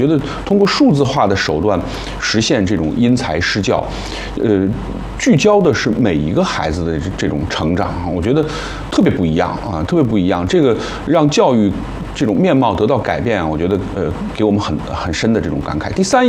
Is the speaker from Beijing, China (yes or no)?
no; Yinchuan, Ningxia, China; 因为我是在宁夏银川长大的，读的中学